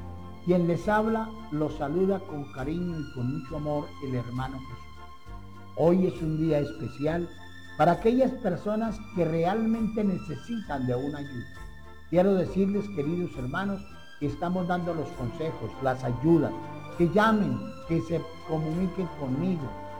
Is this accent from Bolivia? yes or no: no; Aquitania, Boyacá, Colombia; yo soy de Aquitania